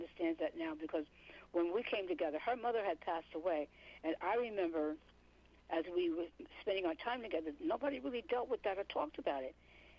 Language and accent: English; New York, United States; Oh, well, as a New Yorker, brought up in the streets with, now, some of my family were kind of in and out